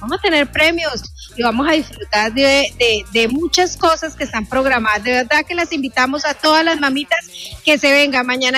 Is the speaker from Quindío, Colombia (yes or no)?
no; Villavicencio, Meta, Colombia; yo soy de Villavicencio